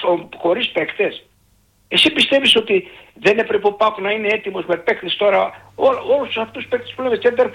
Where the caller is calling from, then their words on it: Kozani, Western Macedonia, Greece; Από Κοζάνη περνώ.